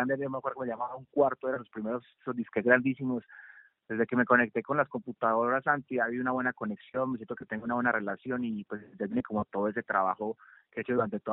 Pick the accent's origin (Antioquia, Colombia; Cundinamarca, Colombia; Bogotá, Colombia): Antioquia, Colombia; Jardín; yo soy del suroeste, soy de Jardín, Antioquia. Vengo de nacer en el interior de las montañas del Nudo de Paramillo, un punto muy clave donde el … como dice, el agrio riñón de los Andes, es un sector súper montañoso.